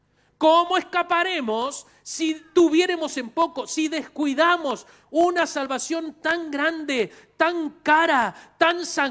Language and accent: Spanish; Quilmes, Buenos Aires Province, Argentina; born there; somos cuatro hermanos nosotros, nacimos todos en Quilmes